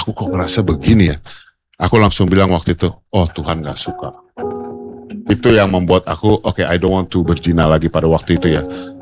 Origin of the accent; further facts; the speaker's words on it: Jakarta, Indonesia; Aku tuh gede di keluarga tanpa ibu. Saya gede di Mangga Besar, saya ngalamin 98